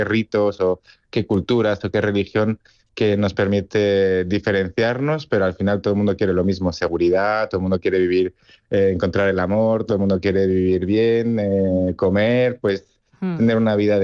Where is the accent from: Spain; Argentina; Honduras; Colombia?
Spain; La Alberca, Castile and León; con mi pueblo en la alberca, al lado de Salamanca